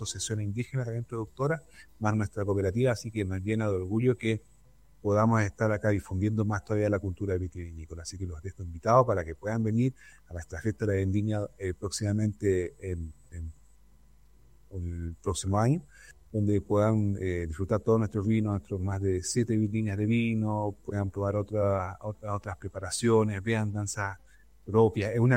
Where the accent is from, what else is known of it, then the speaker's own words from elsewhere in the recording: Chile; y que mejor que nosotros como chilenos podamos visitar y tomar un vino de nuestro mismo desierto